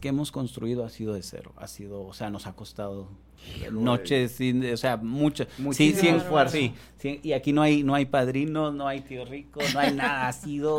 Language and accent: Spanish; Ciudad Juárez, Chihuahua, Mexico; ¿de dónde eres? De Juárez, ¿quieres a Juárez? Con todo el corazón.